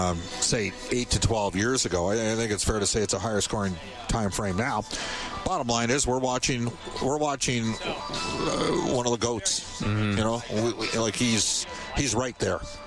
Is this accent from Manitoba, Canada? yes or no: no; Edmonton, Alberta, Canada; So I'm from Edmonton. I think that, you know, I'm of the vintage that I could probably have a pretty good idea of.